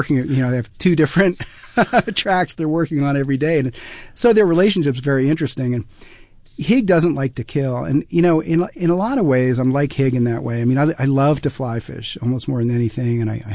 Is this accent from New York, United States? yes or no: yes; Brooklyn, New York, United States; So I grew up in Brooklyn Heights, which is, you know, it's a genteel neighborhood above the piers, right across from the financial district in Brooklyn.